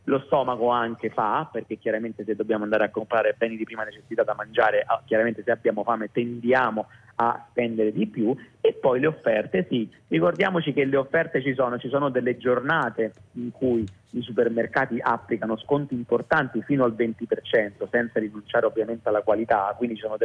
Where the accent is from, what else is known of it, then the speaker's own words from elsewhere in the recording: Rome, Lazio, Italy; io adesso parlo da romano